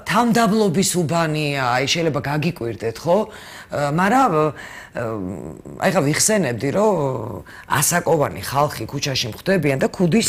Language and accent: Georgian; Borjomi, Samtskhe-Javakheti, Georgia; born there; moved away as an adult; now in Tbilisi, Georgia; მე ქალაქურ ოჯახში დავიბადე, რა მნიშვნელობა აქვს? ეს შეიძლება იყოს ბორჯომში, მაგრამ მე ძალიან ქალაქურ ოჯახში დავიბადე და ქალაქურად გავიზარდე.